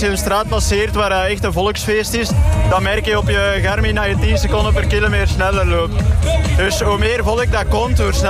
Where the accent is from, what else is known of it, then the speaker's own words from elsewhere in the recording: Mechelen, Flanders, Belgium; now in Tremelo, Belgium; Ik ben van Mechelen, maar ik woon in Tremelo.